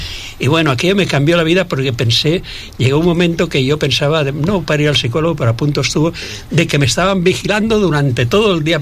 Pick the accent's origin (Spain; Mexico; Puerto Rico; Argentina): Spain; Carrús, Valencian Community; born there; yo nací en Carrús, en el campo. Después nos marchamos a un piso